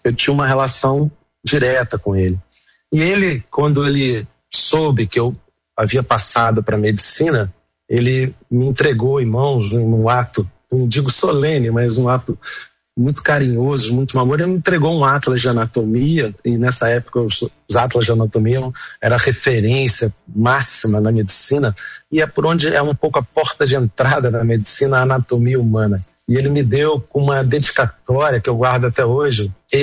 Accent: Rio de Janeiro, Brazil; born there; Eu sou carioca, nasci no Rio de Janeiro e vim ao mundo por um obstetra, o meu tio-avô.

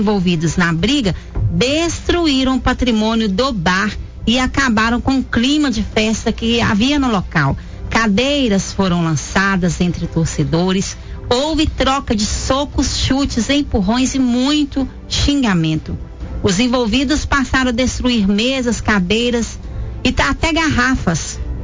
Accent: Antônio Dias, Minas Gerais, Brazil; now in Belo Horizonte, Brazil; eu sou de Antônio Dias, tenho muito conhecidos lá

